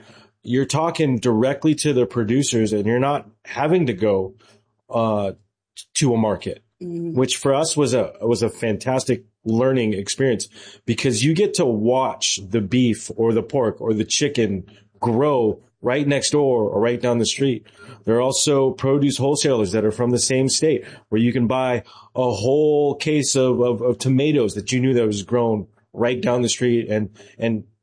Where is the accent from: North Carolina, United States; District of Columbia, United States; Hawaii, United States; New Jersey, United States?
Hawaii, United States; also born or lived in California / Arizona; Born and raised in Hawaii, 1 year old to 6 years old. I have 5 generations of family that live there. So for the most part, that's command center for home. I lived in California for quite some time, lived in Southern California, lived in Arizona